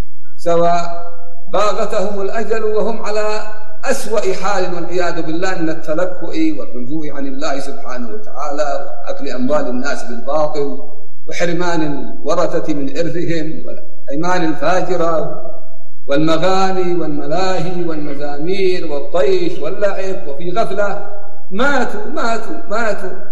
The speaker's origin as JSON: {"language": "Arabic", "country": "Yemen", "said": "عندنا في اليمن"}